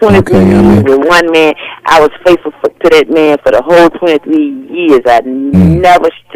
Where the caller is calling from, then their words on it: Norfolk, Virginia, United States; I'm calling from Norfolk.